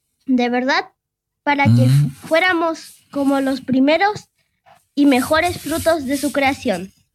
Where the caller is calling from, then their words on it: Talca, Maule, Chile; Soy de Santiago, de Talca